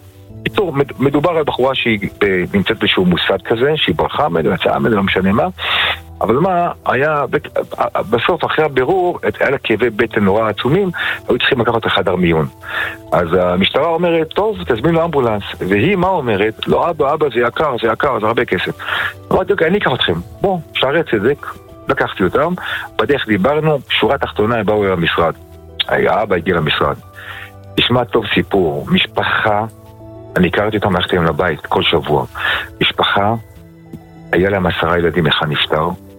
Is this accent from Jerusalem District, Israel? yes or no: yes; Jerusalem, Jerusalem District, Israel; אני בא מבית של, בוא נקרא לזה בית מצוקתי. היינו שבעה אחים, שתי חדרים, באזור גבול מאה שערים מוסררה